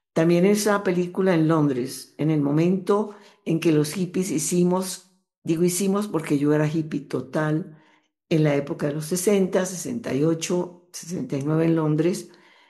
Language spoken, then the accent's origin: Spanish; Colombia; moved away; Empecé en Italia, que era fácil. No nos pedían papeles, documentos. Colombia no necesitaba visa para nada, nunca.